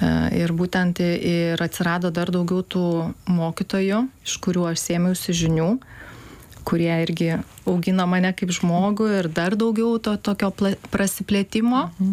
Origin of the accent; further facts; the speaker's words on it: Panevėžys, Panevėžys County, Lithuania; Taip, aš iš Panevėžio.